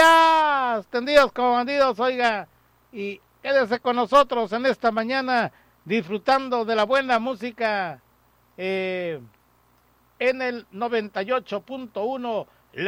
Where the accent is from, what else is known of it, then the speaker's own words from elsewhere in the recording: Villa de Álvarez, Colima, Mexico; Soy de la Villa de Álvarez, la tierra bendita de Dios.